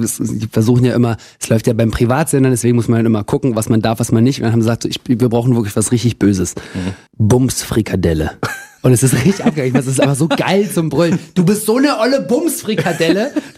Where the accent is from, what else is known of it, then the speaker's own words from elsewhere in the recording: Berlin, Germany; Aber wenn du als Berliner Junge da in das Gebiet kommst, ist es erstmal einfach skurril.